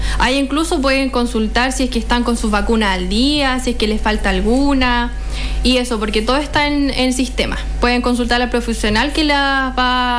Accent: Antuco, Biobío, Chile; yo soy de Antuco

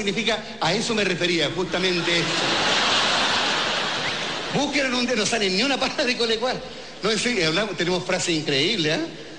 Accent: Chile; Así somos los chilenos.

